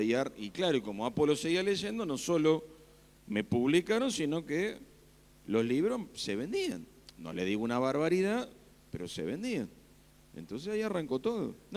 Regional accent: Castelar, Buenos Aires Province, Argentina; yo me crié en Castelar, no es tan distinto. Está bien, no teníamos campo alrededor

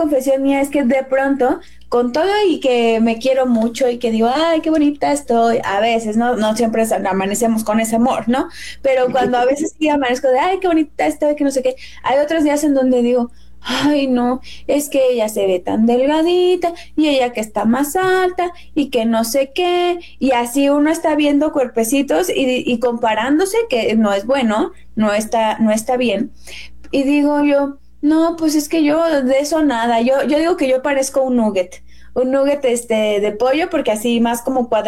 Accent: Mexico City, Mexico; born there; de todos mis hermanos, la única que nació en la Ciudad de México fui yo

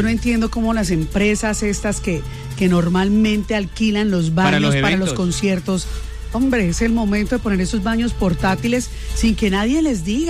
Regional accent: Colombia; así somos los colombianos.

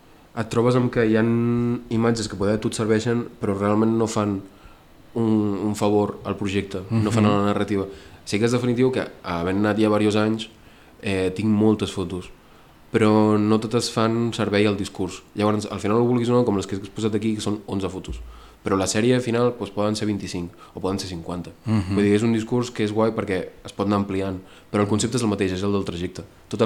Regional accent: L'Arboç, Catalonia, Spain; que jo no soc de Tarragona, ja dic Tarragona per tal, però he sigut un poble petitó de 5.000 habitants, de l'Arbós

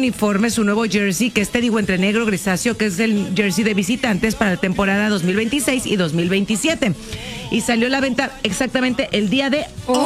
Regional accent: Sonora, Mexico; Nosotros venimos, yo vengo de Sonora.

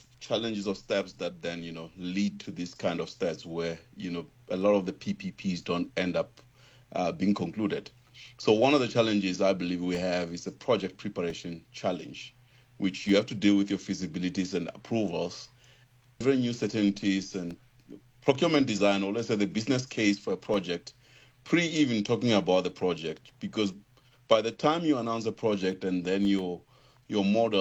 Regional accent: South Africa

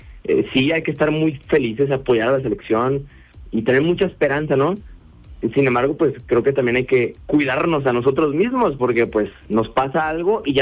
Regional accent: Mexico

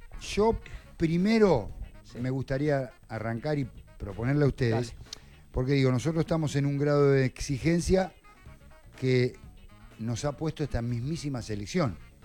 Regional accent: Argentina

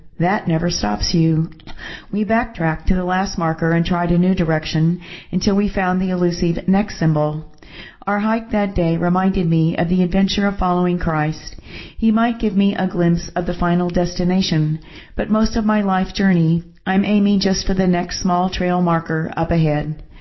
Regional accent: Yakima, Washington, United States; now in Kent, United States; I grew up in Yakima, Washington, with a large extended family. We cousins were as close as brothers and sisters.

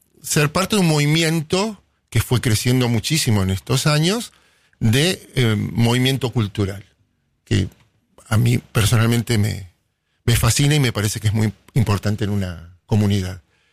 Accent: Buenos Aires, Argentina; moved away as an adult; also born or lived in Indiana, United States / Berlin, Germany / Venezuela; soy de aquí, de Buenos Aires.

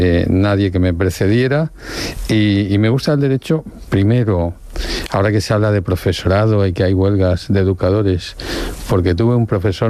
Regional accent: Elche, Valencian Community, Spain; first language Valencian; Spanish is a second language; moved away as an adult; now in Murcia, Spain; Mis amigos dicen que soy un murciano nacido en Elche. Me encuentro cómodo. Es verdad que mi lengua materna es el valenciano, que allí pasé toda mi adolescencia

